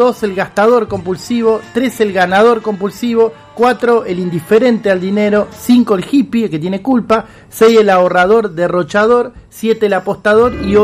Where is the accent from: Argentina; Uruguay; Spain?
Argentina